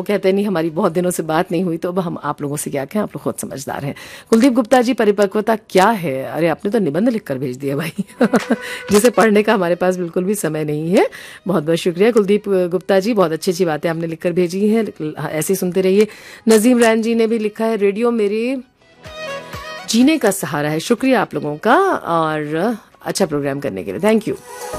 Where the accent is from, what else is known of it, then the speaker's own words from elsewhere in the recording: Lucknow, Uttar Pradesh, India; लेकिन भाई देखिए, ये जो चीजें होती हैं, हम लखनऊ से हैं